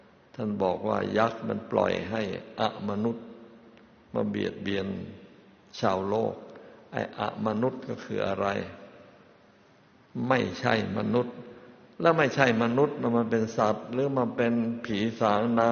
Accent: Kanchanaburi, Thailand; หลวงพ่อจำได้ตอนเด็กๆสิ้นสงครามต้องบ้านอยู่กาญจนบุรีต้องไปเข้าคิวกันรับแจกข้าว

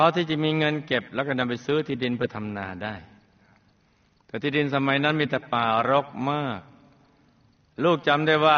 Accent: Nakhon Phanom, Thailand; born there; เกิดที่จังหวัดนครพนมในครอบครัวชาวนาเจ้าค่ะกระดูกสันหลังของโลกมีพี่น้อง8คนตัวลูกเป็นคนที่หนึ่งลูกมีชีวิตที่ลำบากมาตั้งแต่เด็กๆ

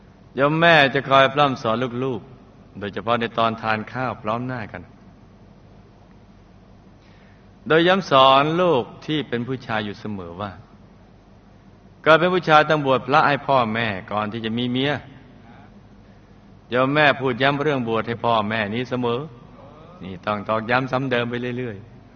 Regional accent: Bangkok, Thailand; born there; ผมเกิดที่กรุงเทพ

